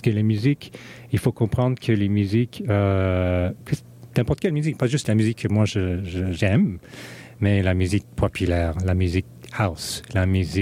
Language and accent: French; Vancouver, British Columbia, Canada; first language English; French is a second language; moved away; moi je suis d'origine chinoise, j'ai grandi à Vancouver, je suis anglophone, j'ai pas grandi avec la salsa, j'ai pas grandi avec la musique africaine